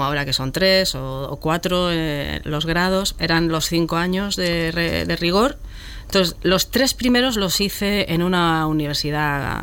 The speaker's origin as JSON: {"language": "Spanish", "town": "Albox", "region": "Andalusia", "country": "Spain", "tie": "born or raised there", "said": "Yo considero que me he formado como persona, mi adolescencia todo en Albox, adoro Andalucía, me considero andaluza"}